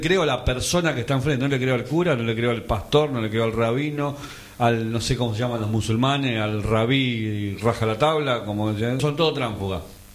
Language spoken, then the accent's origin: Spanish; San Fernando, Buenos Aires Province, Argentina; nosotros somos de San Fernando, de Carupá City.